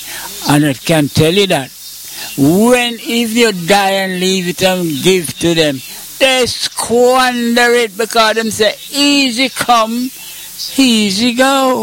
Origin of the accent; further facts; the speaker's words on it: Jamaica; I'm Jamaican, did you know that? I bet you didn't know it.